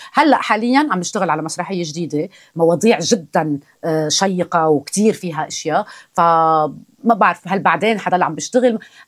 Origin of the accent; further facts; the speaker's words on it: Kfarsir, Nabatieh Governorate, Lebanon; accent: southern; انا من الجنوب، انا من ضيعه اسمها كفرصير، قدمت شهداء، في كتير ناس فيها مثقفين، فيها تنوع كتير حلو. انا بفتخر انه انا من هذه المنطقه.